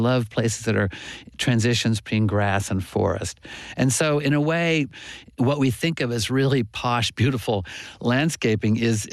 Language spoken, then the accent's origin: English; Oklahoma, United States; when I was growing up, I grew up in Oklahoma, and I remember the kind of primal horror of being an eight-year-old and putting your fingers through your hair and finding a giant bloated tick in your hair.